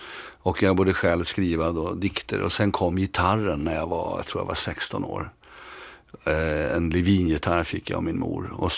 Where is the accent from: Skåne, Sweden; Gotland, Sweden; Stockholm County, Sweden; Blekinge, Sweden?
Stockholm County, Sweden; Stockholm; Ja, och då ska du veta att jag som stockholmare inte upplevde Stockholms skärgård förrän jag var en 35 år.